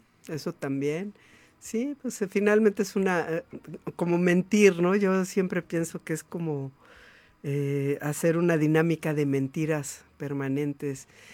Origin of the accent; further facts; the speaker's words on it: Mexico; soy mexicana